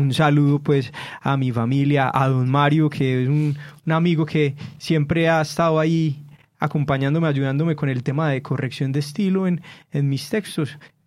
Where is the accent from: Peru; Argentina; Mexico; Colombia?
Colombia; Antioquia; esa vida gardeliana que nos resuena a nosotros como antioqueños, como paisas